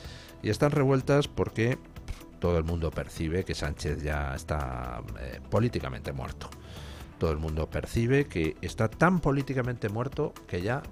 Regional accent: Spain; no vamos a consentir los españoles

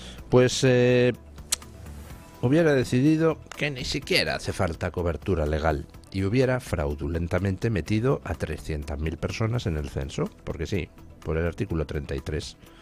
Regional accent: Spain; Soy español, ¿a qué quieres que te gane?

